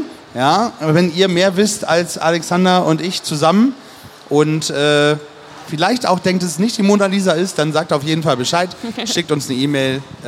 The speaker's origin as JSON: {"language": "German", "region": "Northern Germany", "country": "Germany", "moved": "yes", "said": "Wir kommen ja von der Küste."}